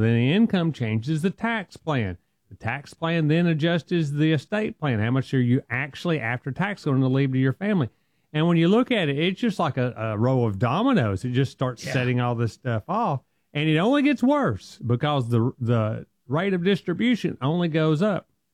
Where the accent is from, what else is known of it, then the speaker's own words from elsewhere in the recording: the South, United States; accent: Southern; And I know I'm from the South and I got a strong accent.